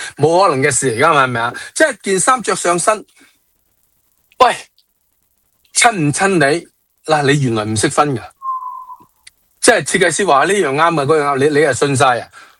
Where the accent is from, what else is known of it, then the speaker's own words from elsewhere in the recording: Hong Kong, China; 作为我系香港人，我仲喺香港嘅 KOL，